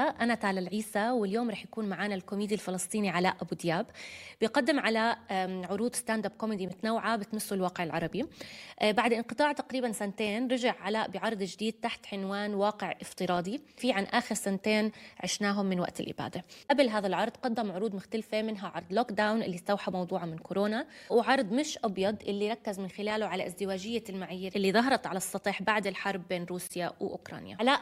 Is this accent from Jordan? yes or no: yes; Jordan; انا كمان من الاردن، يعني انا اصلا فلسطينيه بس تولدت وعشت بالاردن